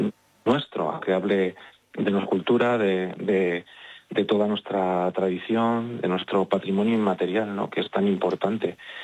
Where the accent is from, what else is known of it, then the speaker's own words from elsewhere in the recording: Ciudad Rodrigo, Castile and León, Spain; siendo de Ciudad Rodrigo, siendo salmantinos, siendo del Rebollar.